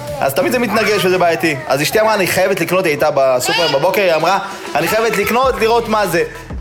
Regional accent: Argentina; now in Israel; אנחנו מאוד אוהבים בשר, אנחנו במקור מארגנטינה

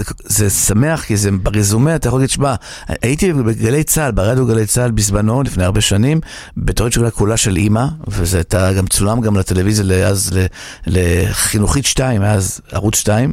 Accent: Tel Aviv, Tel Aviv District, Israel; גדלתי ברמת אביב, למדתי בית ספר אליאנס ברמת אביב, אמא אוסטרו-הונגרית

